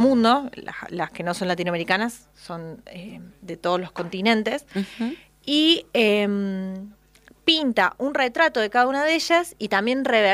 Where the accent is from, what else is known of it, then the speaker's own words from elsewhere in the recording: Bell Ville, Córdoba, Argentina; yo estudié artes visuales en Belleville, de donde soy, cuando era chica.